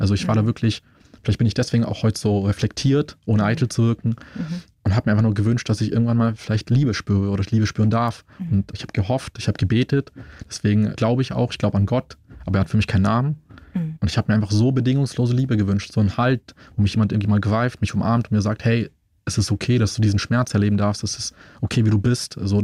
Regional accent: Munich, Bavaria, Germany; also ich bin in Schwabing aufgewachsen

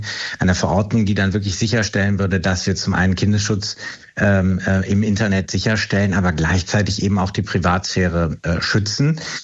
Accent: North Rhine-Westphalia, Germany; Ich komme aus Nordrhein-Westfalen

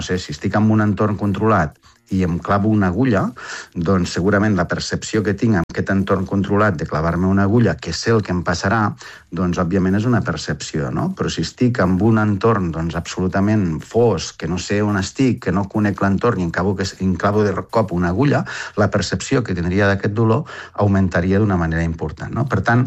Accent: Balaguer, Catalonia, Spain; also born or lived in Barcelona; sóc d'aquestes que ja no sóc ni de Balaguer ni de Barcelona.

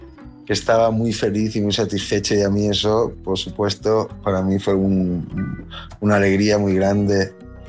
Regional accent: Gandia, Valencian Community, Spain; muy vinculado a mi tierra

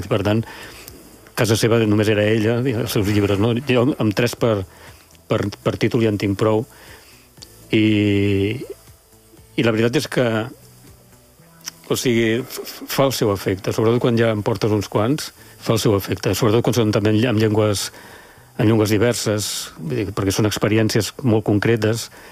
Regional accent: Catalonia, Spain; És a dir, dic Lleida perquè som catalans, no?

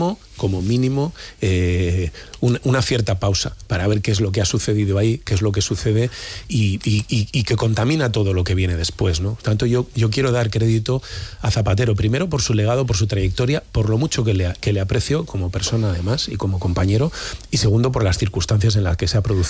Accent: Valladolid, Castile and León, Spain; Yo, la única ambición que he tenido política en mi vida era ser alcalde de mi pueblo. Me costó 14 años conseguirla y ahí me hubiera quedado. Yo era feliz como alcalde de Valladolid

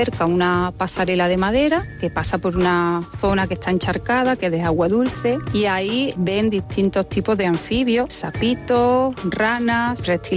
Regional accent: Humilladero, Andalusia, Spain; soy de Humilladero, un pueblo cerquita de Fuente de Piedra.

